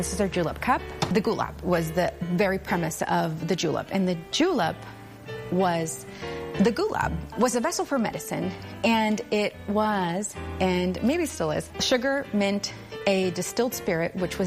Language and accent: English; Monterrey, Nuevo León, Mexico; now in United States; I am from Monterrey, Nuevo León, and my family also comes from San Luis Potosí, what is probably the northern-ish part of Mexico.